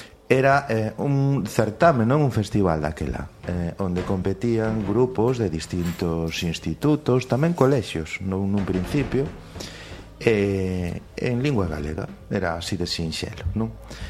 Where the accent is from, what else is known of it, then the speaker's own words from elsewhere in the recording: Galicia, Spain; Eu veño incorporado, que son da Mariña.